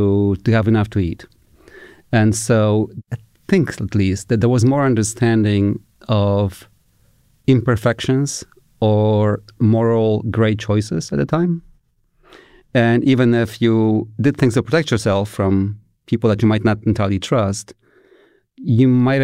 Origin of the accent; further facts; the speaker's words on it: Poland; moved away; So when I grew up in Poland in the 80s